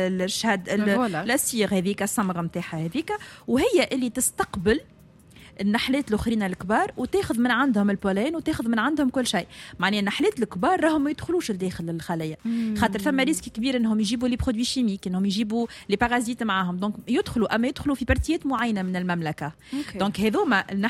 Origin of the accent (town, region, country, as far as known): Tunisia